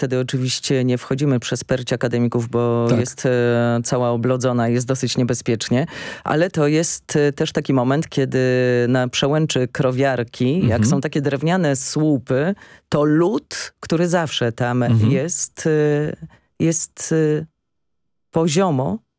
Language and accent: Polish; Kutno, Łódź Voivodeship, Poland; Od razu mogę pozdrowić liceum imienia Jana Kasprowicza w Kutnie. To moje rodzinne miasto.